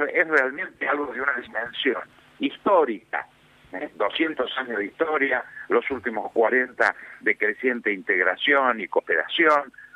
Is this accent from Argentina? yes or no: yes; Argentina; Yo creo que somos muchos los argentinos, incluyéndome